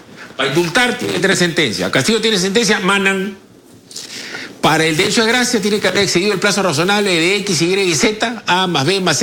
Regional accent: Lima, Peru; Mira, en el caso, además, nosotros somos limeños, en buen romance.

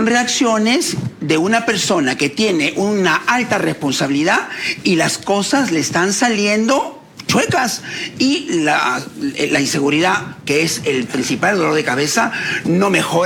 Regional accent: Peru; Seamos conscientes como peruanos.

